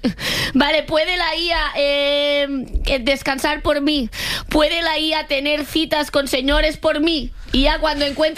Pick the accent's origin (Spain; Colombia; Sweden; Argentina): Spain; Catalonia